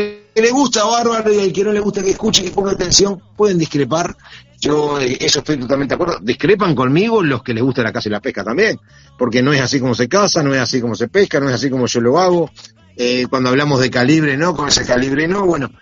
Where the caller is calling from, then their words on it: Soca, Canelones, Uruguay; me encanta ir a buscar zarzamora ahí en mi pueblo, en la zona de Soca